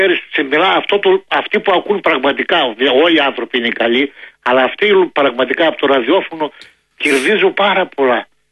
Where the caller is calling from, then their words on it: Drama, Eastern Macedonia and Thrace, Greece; εδώ στα χωριά μας η Δράμα έχει πάρα πολύ νέκρα.